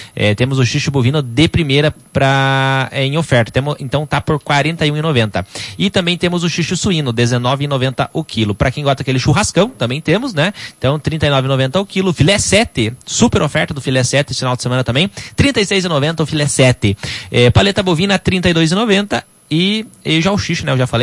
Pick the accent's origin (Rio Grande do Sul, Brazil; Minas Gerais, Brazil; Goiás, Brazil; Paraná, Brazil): Paraná, Brazil; Eu sou do Paraná.